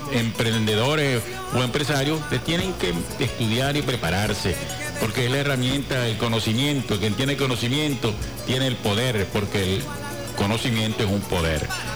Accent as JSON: {"language": "Spanish", "town": "Guasdualito", "region": "Apure", "country": "Venezuela", "tie": "born there", "said": "mi pueblo de Guadualito"}